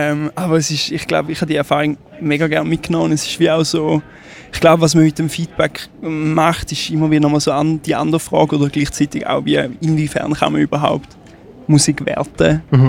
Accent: Thurgau, Switzerland; now in Schaffhausen, Switzerland; Also ich komme, jetzt bin ich gerade wohnhaft in Schaffhausen, ja. Aber aufgewachsen bin ich im Thurgau.

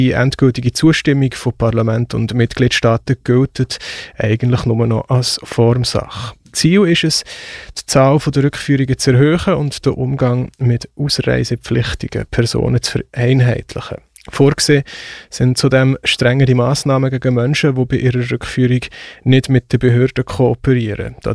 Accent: Switzerland; wo wir auch hier bei uns in der Schweiz erleben.

